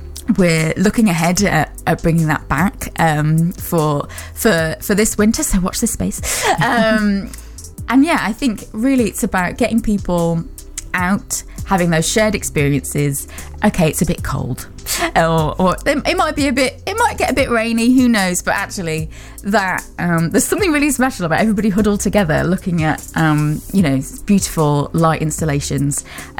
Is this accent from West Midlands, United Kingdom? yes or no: yes; Wolverhampton, West Midlands, United Kingdom; accent: Black Country; I'm a black country girl, I'm from Wolverhampton. You can't always hear it unless I speak to my mum. You can hear the twang come out when I'm with my family.